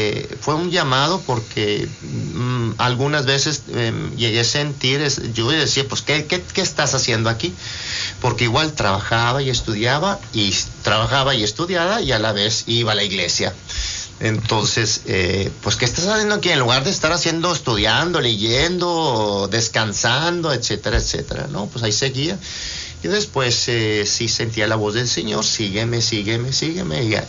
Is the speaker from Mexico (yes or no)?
yes; Guadalupe, Nuevo León, Mexico; moved away; also born or lived in Monterrey; Yo crecí en una comunidad en donde por primera vez llegaron los frailes a esa comunidad. Periferia de Monterrey, nací en Monterrey, posteriormente nos movemos hacia una periferia, Guadalupe, Nuevo León